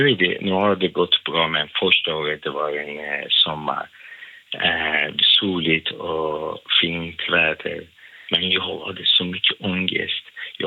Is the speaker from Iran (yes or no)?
yes; Iran; now in Sweden; Jag kom från Iran.